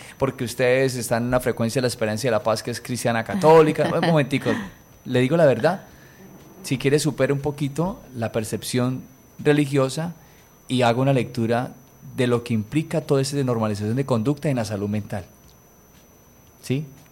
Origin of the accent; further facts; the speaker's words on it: Norte de Santander, Colombia; Yo siempre me he confrontado aquí en esta ciudad de Cúcuta, soy norte santandereano, vale decirlo con toda alegría y gozo